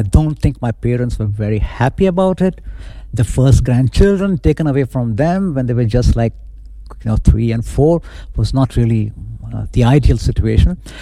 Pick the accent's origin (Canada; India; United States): India; Goa; born there; I was born in Goa, as I said, which is a predominantly Catholic state.